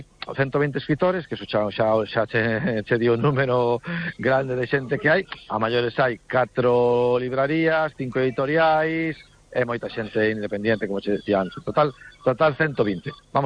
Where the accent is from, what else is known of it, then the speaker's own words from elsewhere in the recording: Bañobre, Galicia, Spain; se o digo polo meu pueblo, ¿no? Bañobre, quer decir, non somos nin concello, temos unha verbena, ¿no?